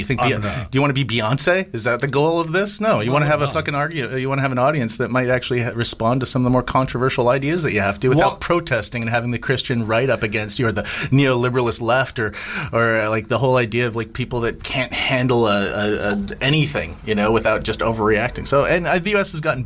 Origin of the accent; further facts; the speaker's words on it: Canada; I didn't want to be in that country. I'm a Canadian. I never felt like I fit in the United States.